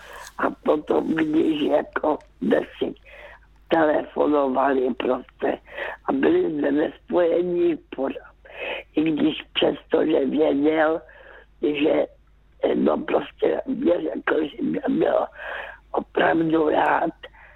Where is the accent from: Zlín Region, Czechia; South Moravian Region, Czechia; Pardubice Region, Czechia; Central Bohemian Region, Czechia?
Zlín Region, Czechia; Karolinka; born there